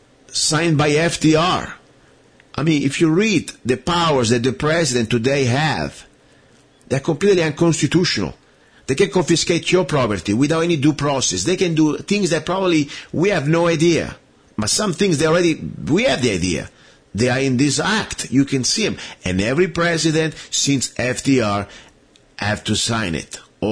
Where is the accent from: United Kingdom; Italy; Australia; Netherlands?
Italy; English is a second language; now in United States